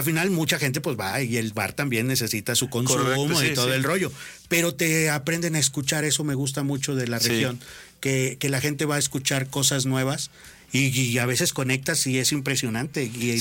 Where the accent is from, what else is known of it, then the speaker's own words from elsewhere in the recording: Saltillo, Coahuila, Mexico; moved away; also born or lived in Monterrey, Nuevo León; Yo soy de Saltillo. Toda mi vida estuve más en Monterrey, ahí estudié.